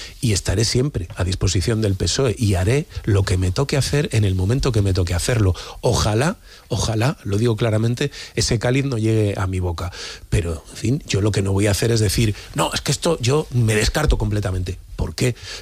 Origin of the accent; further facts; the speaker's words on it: Valladolid, Castile and León, Spain; Yo, la única ambición que he tenido política en mi vida era ser alcalde de mi pueblo. Me costó 14 años conseguirla y ahí me hubiera quedado. Yo era feliz como alcalde de Valladolid